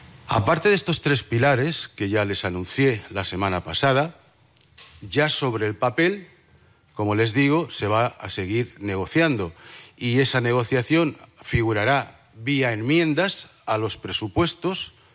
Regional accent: Valencian Community, Spain; De hecho, somos los valencianos.

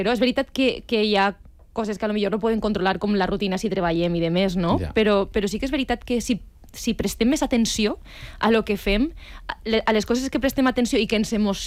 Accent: Vilamarxant, Valencian Community, Spain; Sí, a mi em passa quan jo soc de Vilamarxant, crec que ho he dit alguna vegada

